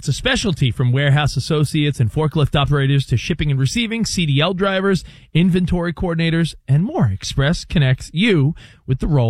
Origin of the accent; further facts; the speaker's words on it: New Jersey, United States; I remember there was a rumor in my hometown. You know, I don't know if they have houses like that here in California, but growing up in Jersey, they would have, the houses were kind of elevated.